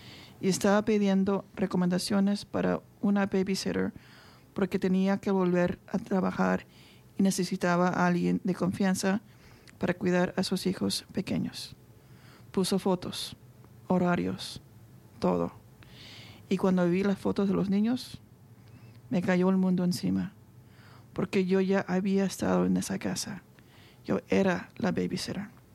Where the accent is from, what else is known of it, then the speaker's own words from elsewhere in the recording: Bolivia; moved away as an adult; now in Australia; Yo soy boliviana y llegué a Australia buscando empezar de nuevo, estudiar inglés y armarme una vida tranquila.